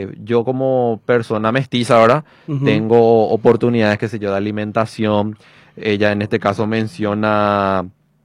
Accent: Paraguay; nosotros como paraguayos

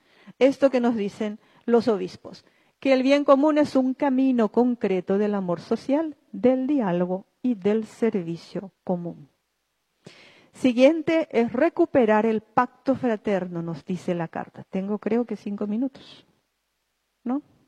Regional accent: Paraguay; ¿Cómo recuperar el valor que nos identifica como paraguayos?

